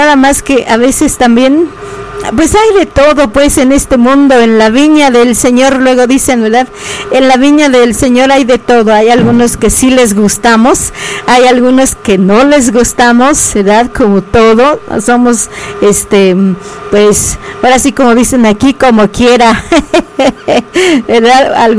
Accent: Michoacán, Mexico; first language Spanish; Y mi lengua materna efectivamente fue el castellano, pero viviendo en una comunidad, estando en una comunidad nativa de una comunidad purépecha, obviamente había gente que hablaba purépecha y, pues, nos crecimos así hablando los dos idiomas, el purépecha y el castellano

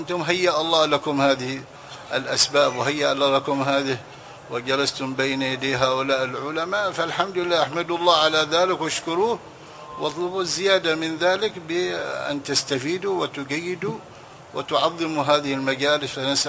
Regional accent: Hadramawt, Yemen; عندنا في حضرموت

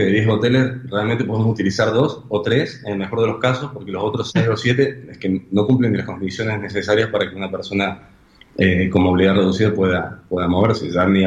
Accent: Argentina; quiero poder hacer que venga gente a mi país

